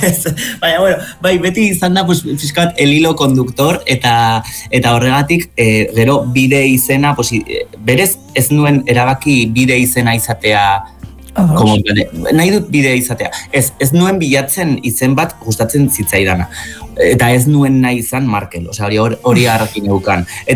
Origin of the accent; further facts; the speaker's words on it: Zubiri, Navarre, Spain; Bai, bueno, ni Zubirikoa naiz